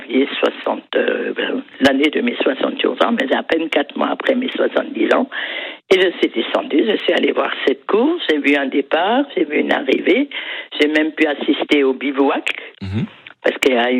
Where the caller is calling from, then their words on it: Grand Est, France; mais moi je viens d'Alsace